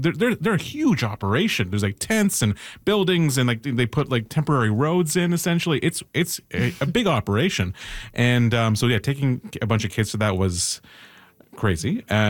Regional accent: Peterborough, Ontario, Canada; I've been twice, and once was in Peterborough. It was in my hometown

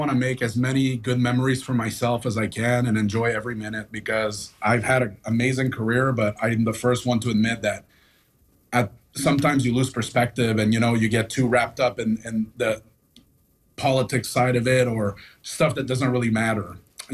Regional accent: Canada; I'm like, "No, I'm actually from way, like completely different part of the country."

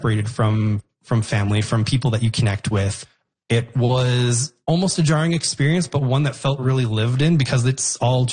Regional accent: Alberta, Canada; Honestly, I grew up outside of Edmonton and came to Edmonton sort of in my mid-20s.

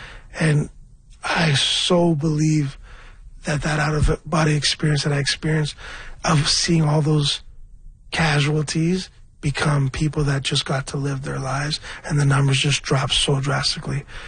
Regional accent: Scarborough, Ontario, Canada; I'm from Scarborough. I'm a rapper.

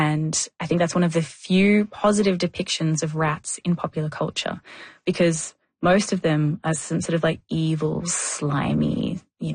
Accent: Australia; I grew up in Australia

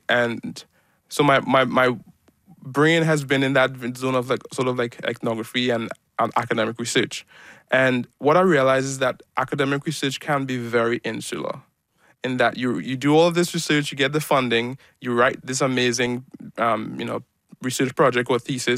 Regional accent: Trinidad & Tobago; I'm a Trinidadian

